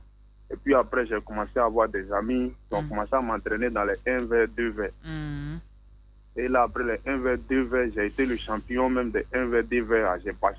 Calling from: Abidjan, Côte d’Ivoire; J'appelle de la Riviera.

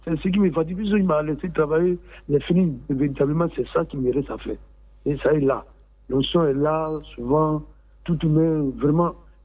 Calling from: Abidjan, Côte d’Ivoire; je vous appelle d'Abobo.

